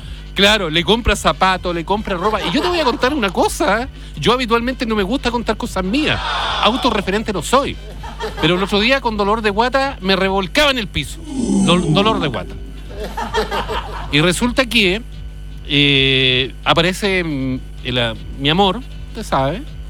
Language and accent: Spanish; Lota, Biobío, Chile; yo soy de Lota.